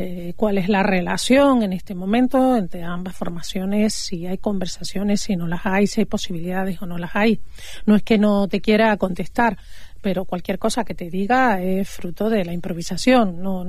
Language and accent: Spanish; Canary Islands, Spain